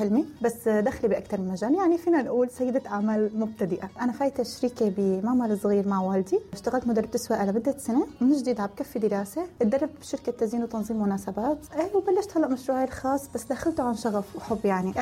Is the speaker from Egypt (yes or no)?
no; Syria; moved away as an adult; now in Turkey; أنا طلعت من سوريا مثل كل إحنا مواليد التسعينات، ما قدرت كفي جامعتي، أخذت البكالوريا، طلعت لتركيا